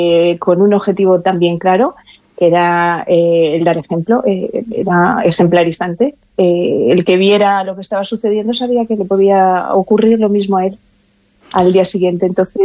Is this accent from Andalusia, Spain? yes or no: no; Navalacruz, Castile and León, Spain; yo soy de Navalacruz. En Navalacruz no tenemos rollo ni picota